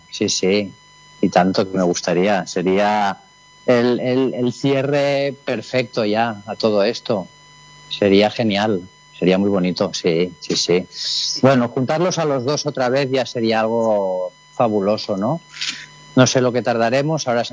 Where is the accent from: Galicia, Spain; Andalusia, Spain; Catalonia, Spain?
Catalonia, Spain; Sí, sí, como catalanes es algo que se nos pone la piel de gallina, ¿no?